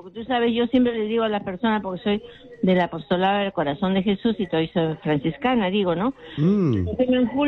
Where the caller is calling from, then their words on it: Lima, Peru; Yo de Barranco.